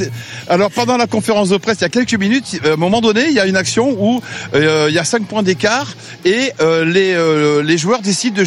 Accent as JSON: {"language": "French", "town": "Bordeaux", "region": "Nouvelle-Aquitaine", "country": "France", "tie": "born there", "said": "je suis hyper chauvin, je suis né à Bordeaux"}